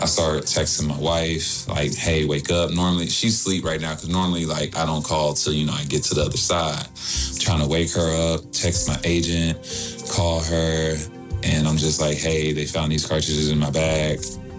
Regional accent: Houston, Texas, United States; So born and raised Houston, Texas

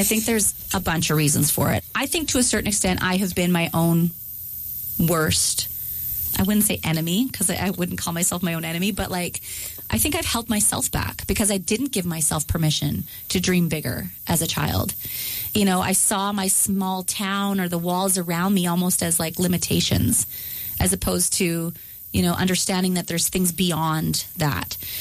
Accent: Dauphin, Manitoba, Canada; born or raised there

